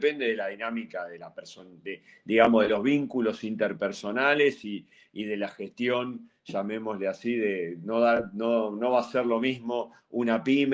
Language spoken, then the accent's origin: Spanish; Argentina